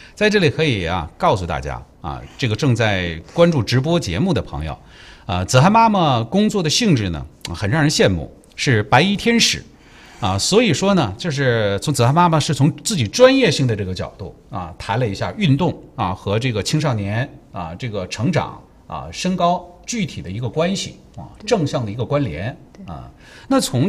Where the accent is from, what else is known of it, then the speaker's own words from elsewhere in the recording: Jinzhou, Liaoning, China; 那么对于咱们锦州在咱们家乡